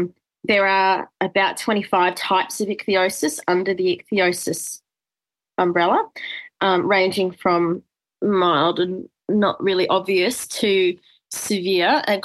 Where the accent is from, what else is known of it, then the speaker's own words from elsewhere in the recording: Australia; So they arrived here in January, I think, of 1981, and I was born later that year in December. And so I identified as very Australian, I think.